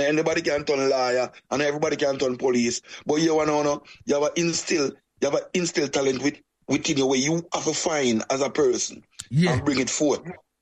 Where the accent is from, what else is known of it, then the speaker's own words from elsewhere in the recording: Portmore, Saint Catherine, Jamaica; also born or lived in Kingston, Jamaica; I was born in Kingston, grew up most of my life in a Portmore city, in a Waterford, a little community called Waterford, as a youth growing up.